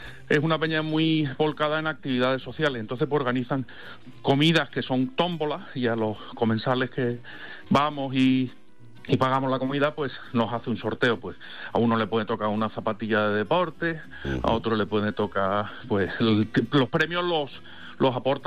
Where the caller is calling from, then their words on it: Málaga, Andalusia, Spain; Te llamo desde Málaga